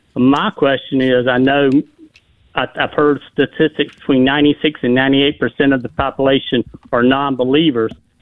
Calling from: Wilmington, North Carolina, United States; I'm down here on the coast in Wilmington.

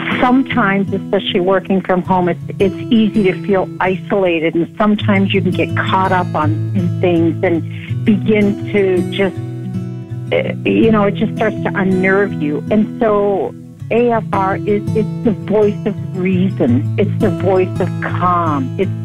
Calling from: Minnesota, United States; I'm calling from Minnesota.

